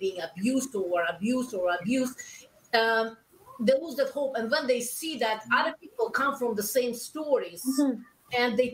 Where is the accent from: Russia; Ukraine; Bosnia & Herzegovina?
Russia; English is a second language; now in Canada; home yeah. is my, it's Canada, but I am originally from Russia. I cannot go there.